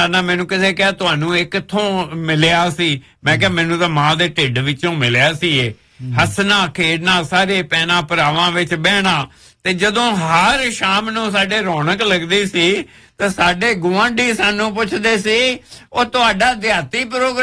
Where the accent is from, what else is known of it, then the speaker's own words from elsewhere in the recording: Ludhiana, Punjab, India; ਮੇਰਾ ਬਚਪਨ ਜੀ ਲੁਧਿਆਣੇ ਬੀਤਿਆ ਸੀ ਤੇ ਮੇਰੀਆਂ 6 ਭੈਣਾਂ ਨੇ ਤੇ ਅਸੀਂ 3 ਭਰਾ ਸੀ। ਸਾਰੇ ਇੱਕੋ ਵਿਹੜੇ ਵਿੱਚ ਰੌਣਕਾਂ ਲੱਗੀਆਂ ਹੁੰਦੀਆਂ ਸੀ।